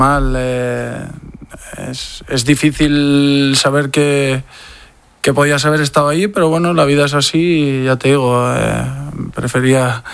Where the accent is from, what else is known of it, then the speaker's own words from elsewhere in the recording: Spain; Es que yo no soy objetivo, soy español y sé que hay muchos jugadores que pueden merecerlo.